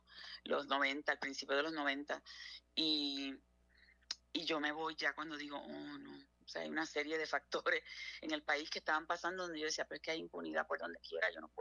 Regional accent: Puerto Rico; moved away; yo me fui de Puerto Rico

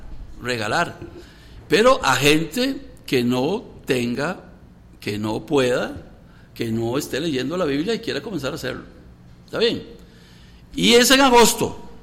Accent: Guadalupe, San José, Costa Rica; born there; Guadalupe, la linda tierra de Guadalupe, la tierra de Guadalupe, Goicoechea, San José, que nos vio nacer. Yo nací en Guadalupe, pastor. Guadalupe de Goicoechea. Literalmente, nací en mi casa. Mi madre me parió en la casa.

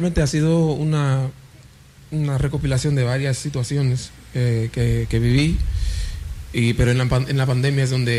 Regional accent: Haiti; Spanish is a second language; Yo soy, o sea, de Haití

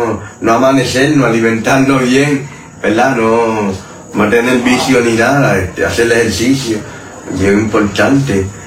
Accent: Arecibo, Puerto Rico; born there; Nací en Arecibo, la ciudad de Arecibo. Desde pequeño, pues nací de siete mesinos

